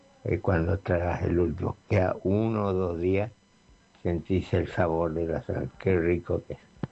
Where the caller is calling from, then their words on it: Clorinda, Formosa, Argentina; Buenas noches, Oscar. … de Clorinda. Es Formosa.